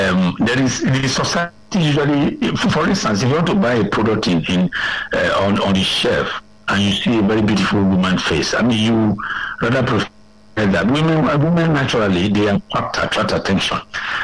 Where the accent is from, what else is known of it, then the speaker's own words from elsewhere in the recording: Afuze, Edo, Nigeria; now in Lagos, Nigeria; I actually left Lagos on Tuesday for Benin to my hometown, Afuze to Auchi back to Benin. It is from Benin City that I'm joining you on this broadcast.